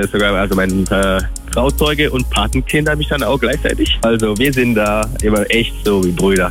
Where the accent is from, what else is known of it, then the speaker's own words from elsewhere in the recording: Togo; German is a second language; now in Alsace, France; gebürtig aus Togo, wohne mittlerweile im Elsass